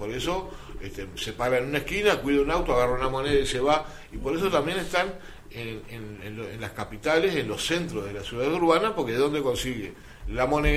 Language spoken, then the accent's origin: Spanish; Uruguay; Uruguay no es como algunos uruguayos creen que somos una cosa aparte en el mundo.